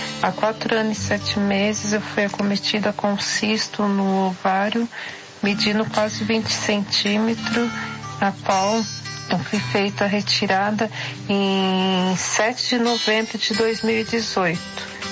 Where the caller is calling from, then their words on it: Piracaia, São Paulo, Brazil; de Piracaia, São Paulo.